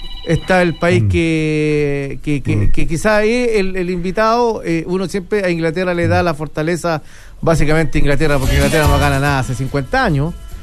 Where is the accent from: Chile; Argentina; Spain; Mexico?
Chile